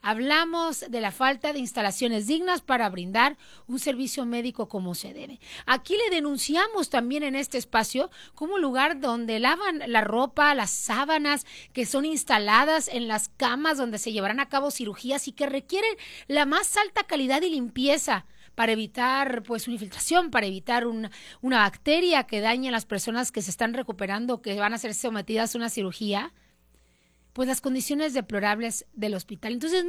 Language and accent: Spanish; Sonora, Mexico; hoy yo hice un reclamo legítimo como sonorense